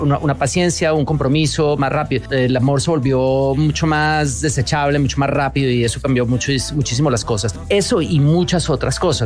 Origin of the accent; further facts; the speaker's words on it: Cartagena, Bolívar, Colombia; born there; moved away